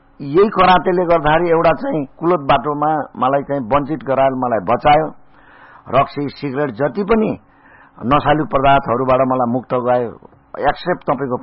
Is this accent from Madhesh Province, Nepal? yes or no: no; Tilottama, Lumbini Province, Nepal; म यहीँको बासिन्दा तिलोतमा नगरपालिका 15 को बासिन्दा भएको हुनाले